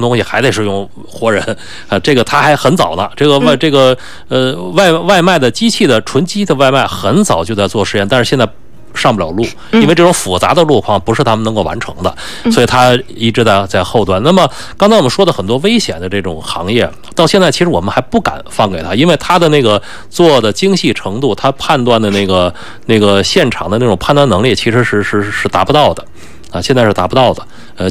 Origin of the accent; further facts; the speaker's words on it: China; 我们中国